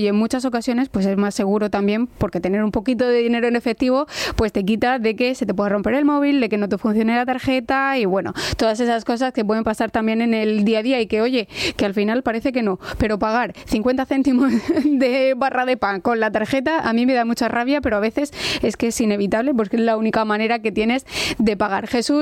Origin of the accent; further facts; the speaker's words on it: Region of Murcia, Spain; Muchas veces, Carmen, somos los propios murcianos los que no descubrimos nuestra región.